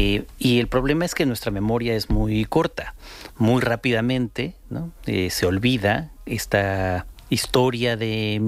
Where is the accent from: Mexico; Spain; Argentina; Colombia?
Spain; also born or lived in United States; now in Madrid, Spain; soy también español y no siempre me he sentido en España, tengo que decirlo, absolutamente acogido